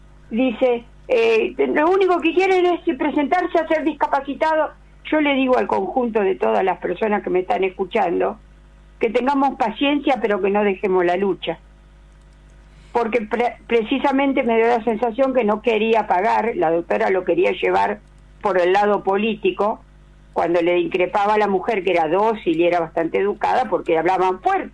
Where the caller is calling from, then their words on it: San Martín, Buenos Aires Province, Argentina; Estoy en este momento en San Martín